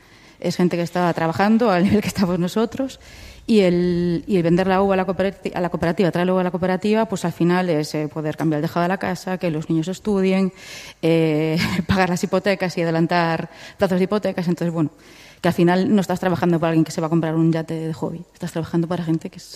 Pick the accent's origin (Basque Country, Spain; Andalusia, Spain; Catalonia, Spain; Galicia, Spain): Galicia, Spain; Vilagarcía de Arousa